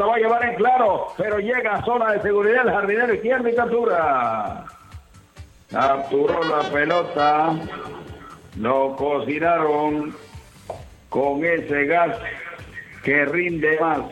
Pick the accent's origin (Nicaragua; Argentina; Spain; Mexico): Nicaragua; San Carlos, Río San Juan; now in Managua, Nicaragua; el sector del almendro, allá de cerca de San Carlos, mi tierra.